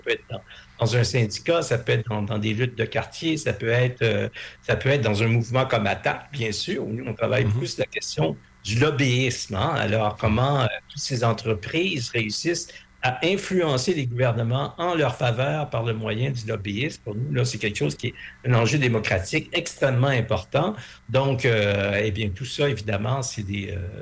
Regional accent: Quebec, Canada

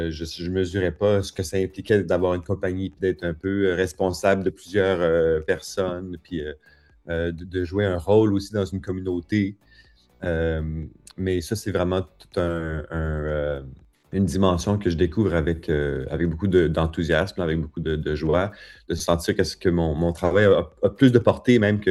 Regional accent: Saskatchewan, Canada; moved away; Puis moi, j'ai grandi dans Saskatchewan, dans une province où il n'y avait pas vraiment un milieu, il n'y a pas vraiment de danseurs professionnels.

